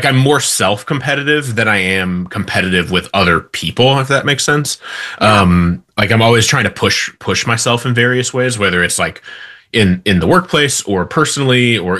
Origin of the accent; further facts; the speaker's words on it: Midwest, United States; I know you've got a lot of Midwest listeners, and I'm from the Midwest.